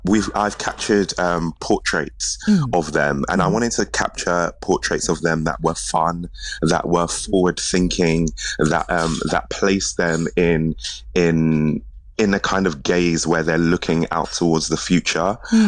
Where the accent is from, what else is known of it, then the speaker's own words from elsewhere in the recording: London, United Kingdom; born there; now in Brixton, London, United Kingdom; I was born in Hackney, but I recently moved to Brixton, South London.